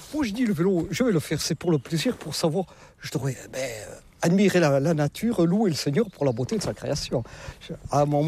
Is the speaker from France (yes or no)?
yes; Saint-Vincent-de-Paul, Nouvelle-Aquitaine, France; Avec mon accent, je ne suis pas du Nord-la-Loire, hein, non. Je suis des Landes, hein, du pays de Saint-Vincent-de-Paul.